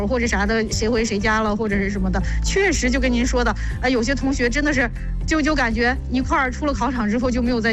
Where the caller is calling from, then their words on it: Shijiazhuang, Hebei, China; 我就是石家庄的。